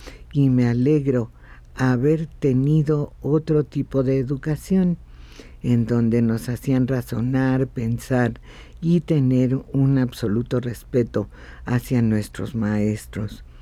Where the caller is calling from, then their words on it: Naucalpan, State of Mexico, Mexico; de Naucalpan, en el Estado de México.